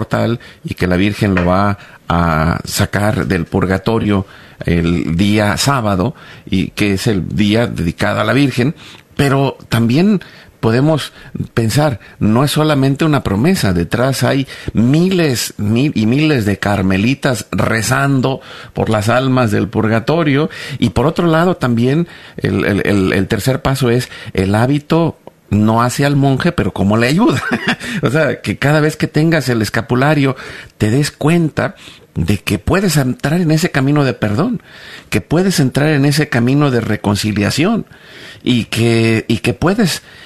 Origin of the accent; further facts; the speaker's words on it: Mexico; sino solamente somos mexicanos.